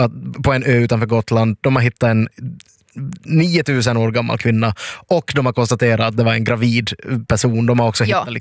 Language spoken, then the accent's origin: Swedish; Nykarleby, Ostrobothnia, Finland; now in Helsinki, Finland; Jag är ju från Nykabi då.